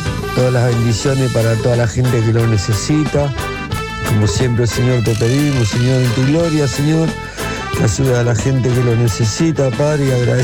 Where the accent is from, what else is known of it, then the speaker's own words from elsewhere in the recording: Argentina; Somos argentinos y no nos vendemos, loco.